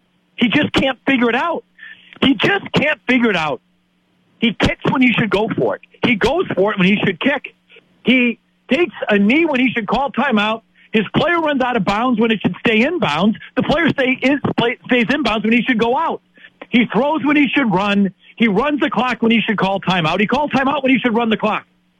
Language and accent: English; Milwaukee, Wisconsin, United States; moved away; I'm from Wisconsin. I'm from Milwaukee.